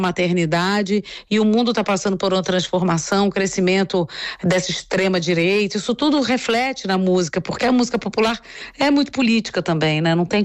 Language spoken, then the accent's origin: Portuguese; Rio de Janeiro, Brazil; eu sou do Rio